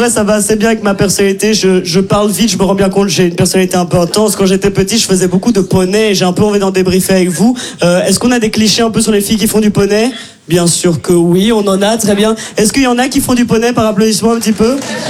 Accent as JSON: {"language": "French", "region": "Brussels", "country": "Belgium", "accent": "Brussels"}